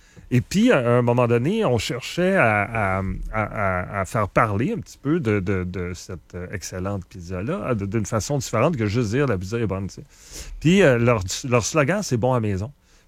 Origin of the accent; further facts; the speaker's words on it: Montreal, Quebec, Canada; je viens de Montréal.